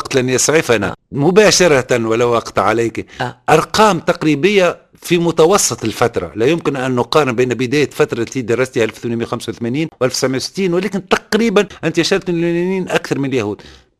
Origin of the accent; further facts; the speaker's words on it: Tunisia; عندنا في تونس